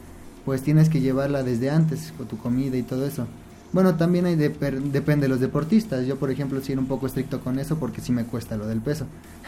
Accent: Apizaco, Tlaxcala, Mexico; now in Yauhquemehcan, Mexico; soy de aquí de Apizaco, Tlaxcala. Bueno, actualmente radico en Yoquemecan, pero soy originario de Apizaco.

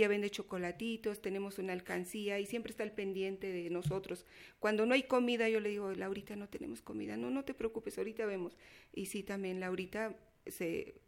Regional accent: Amajac, Mexico; Las tres son de aquí y yo soy de Amajac.

